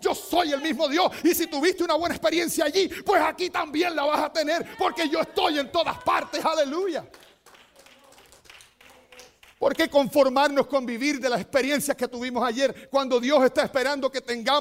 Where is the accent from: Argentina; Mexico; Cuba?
Cuba; moved away; Yo llegué de Cuba y cuando llegué de Cuba yo llegué pensando que aquí las cosas iban a ser idénticas que en Cuba.